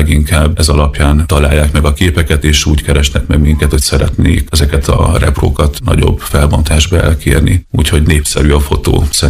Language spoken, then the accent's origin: Hungarian; Szabolcs-Szatmár-Bereg, Hungary; én egy kis szabolcsi faluban nőttem fel, ott édesapám lelkész volt egészen nyugdíjas koráig, és én gyakorlatilag egy ilyen gyülekezetben nőttem fel, tehát egészen kisgyerekkoromban költöztünk oda